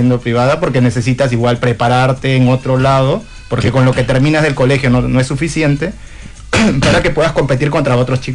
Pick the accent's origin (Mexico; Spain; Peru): Peru; Lima; Y bueno, yo soy de Lima, Perú, y tengo una fundación que constituí jurídicamente hace 5 meses, pero yo ya vengo trabajando de manera independiente con esta fundación, y básicamente aquí en Argentina he estado en diferentes escuelas